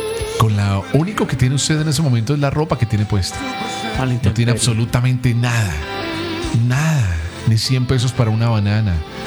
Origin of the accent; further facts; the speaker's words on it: Cali, Valle del Cauca, Colombia; como caleños, como vallecaucanos